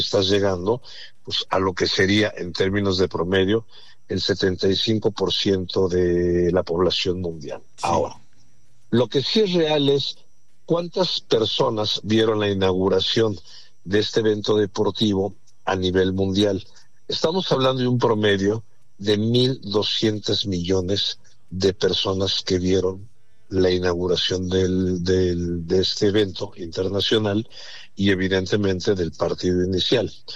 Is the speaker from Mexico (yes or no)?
yes; Mexico; como mexicano, como un ciudadano más que tiene la representación de mi país